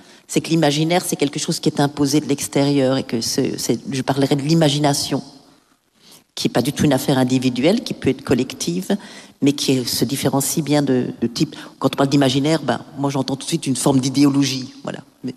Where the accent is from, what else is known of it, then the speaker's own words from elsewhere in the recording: Liège, Wallonia, Belgium; Moi, je suis liégeoise